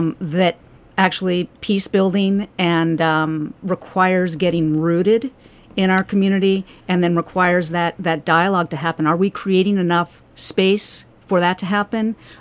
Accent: Portland, Oregon, United States; now in Savannah, United States; I'm from the West Coast, actually. I'm from Portland, Oregon.

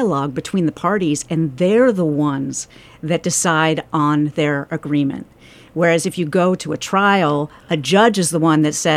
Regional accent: Portland, Oregon, United States; now in Savannah, United States; I'm from the West Coast, actually. I'm from Portland, Oregon.

